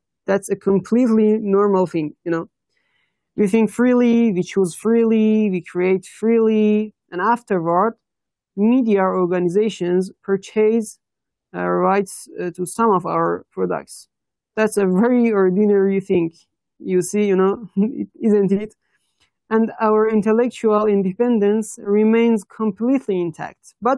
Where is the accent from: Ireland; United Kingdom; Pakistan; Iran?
Iran